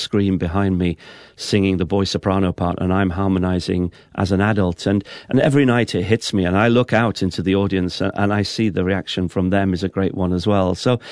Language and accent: English; Wales, United Kingdom; I come from North Wales, so it was a bit of a trek down to South Wales, usually about 5 hours in the car.